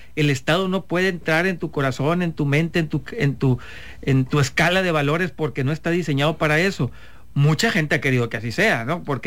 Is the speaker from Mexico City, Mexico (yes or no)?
no; Sinaloa, Mexico; hablo de Sinaloa específico, donde los sinaloenses